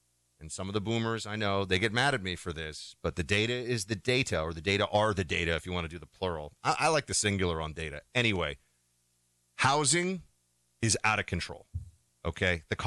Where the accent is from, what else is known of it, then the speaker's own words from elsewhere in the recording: New York, United States; moved away; Now, I'm somebody who did move. I'm from New York.